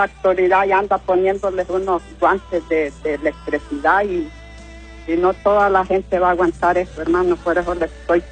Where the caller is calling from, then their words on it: Siguatepeque, Comayagua, Honduras; Te hablo de aquí de Planes del Parnaso, Tihuatepec.